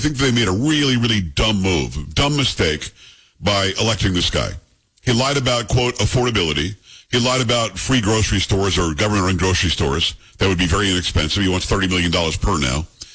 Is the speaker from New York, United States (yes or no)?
yes; Amityville, New York, United States; being a Metro New Yorker originally. I'm from Long Island. I was born in Amityville.